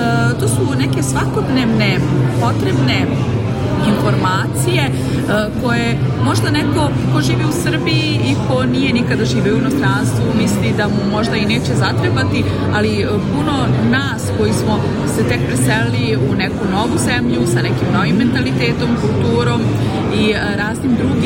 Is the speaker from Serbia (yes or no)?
no; Mitrovica, North Kosovo, Kosovo; now in Prague, Czech Republic; potičem iz Kosovske Mitrovice, ali već dugi niz godina živim i radim u Pragu, u Češkoj Republici.